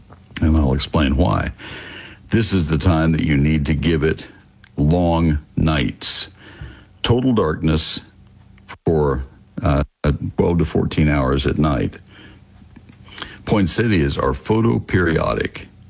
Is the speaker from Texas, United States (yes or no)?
yes; Texas, United States; I grew up in Texas, but my degrees are both from Ohio State